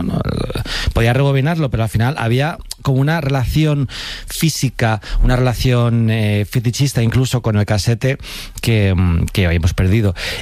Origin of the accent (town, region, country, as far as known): Alcorcón, Community of Madrid, Spain